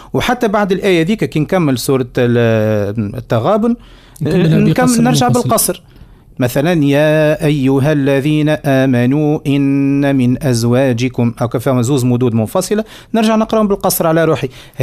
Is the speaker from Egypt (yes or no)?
no; Tunisia; في بلادنا تونس